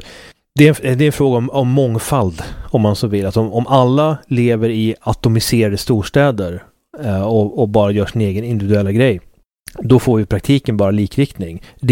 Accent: Sweden; jag säger Falun för jag är svensk.

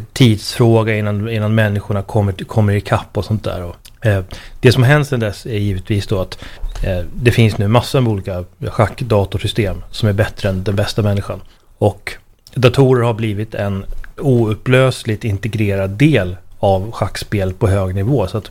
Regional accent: Uppsala, Uppsala County, Sweden; hemma i Uppsala

